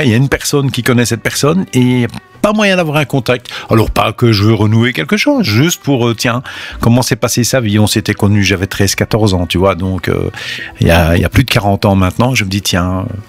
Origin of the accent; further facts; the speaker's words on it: Belgium; chez nous en Belgique ou en Europe.